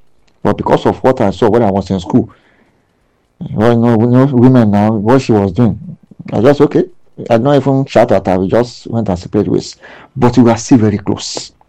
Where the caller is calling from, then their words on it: Lagos, Nigeria; I'm from Lagos.